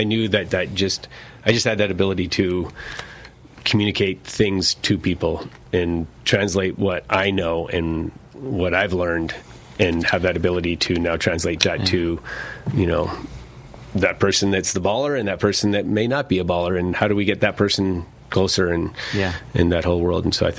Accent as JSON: {"language": "English", "town": "Vancouver", "region": "British Columbia", "country": "Canada", "tie": "born or raised there", "said": "Vancouver."}